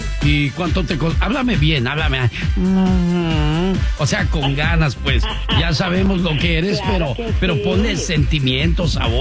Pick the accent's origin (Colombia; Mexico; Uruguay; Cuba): Mexico; Tenemos más billetes, nosotros somos puros puros mexicanos somos, billetudos.